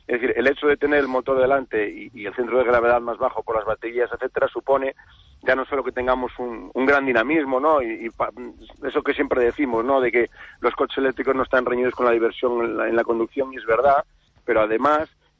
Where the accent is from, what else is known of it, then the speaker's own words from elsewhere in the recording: Galicia, Spain; Por supuesto. Yo como gallego.